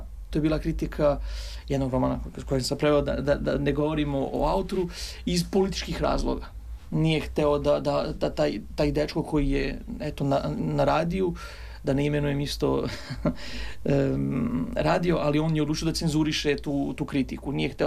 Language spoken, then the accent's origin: Serbian; Serbia; Ja ću naravno kao neko koje je poreklom iz Srbije da predlažem srpske autore.